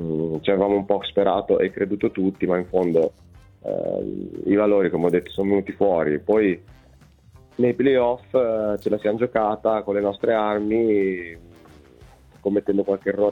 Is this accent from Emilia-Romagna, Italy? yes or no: yes; Ravenna, Emilia-Romagna, Italy; perché alla fine io sono di Ravenna, quindi sono sempre a stretto contatto